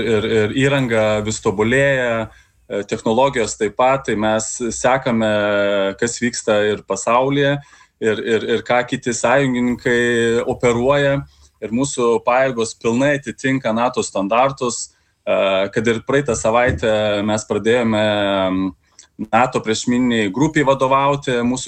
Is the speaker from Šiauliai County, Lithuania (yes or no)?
yes; Baisogala, Šiauliai County, Lithuania; moved away; aš pats esu kilęs iš mažo miestelio Baisogalos, iš tikrųjų ir tikrai nutolusios nuo jūros